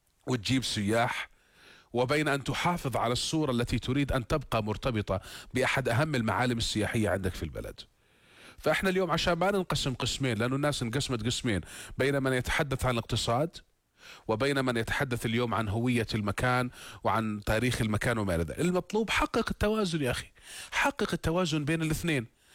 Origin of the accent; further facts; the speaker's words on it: Jordan; جزء من ذاكرتنا كأردنيين.